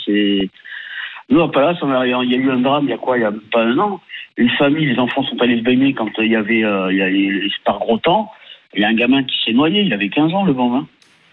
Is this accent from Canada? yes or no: no; Palavas-les-Flots, Occitanie, France; Ouais, mais moi j'ai grandi à Palavas